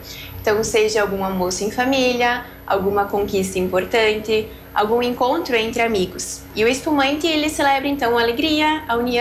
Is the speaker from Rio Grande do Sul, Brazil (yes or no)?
yes; Rio Grande do Sul, Brazil; Eu cresci no interior, em Marcorama, onde os meus pais moram até hoje.